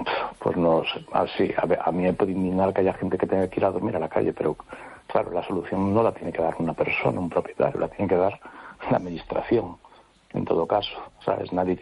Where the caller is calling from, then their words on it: A Coruña, Galicia, Spain; Hola, buenas noches … de Coruña.